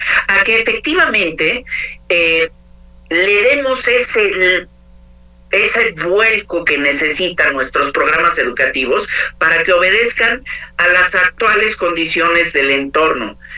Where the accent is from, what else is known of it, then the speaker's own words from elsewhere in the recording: Mexico City, Mexico; pero sí soy mexicano y sí soy capitalino, y me siento profundamente orgulloso de que México y mi ciudad natal sean, por tercera ocasión, sede del Mundial.